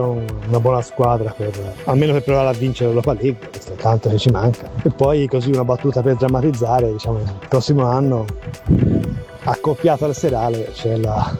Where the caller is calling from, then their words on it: Florence, Tuscany, Italy; sono anche di Firenze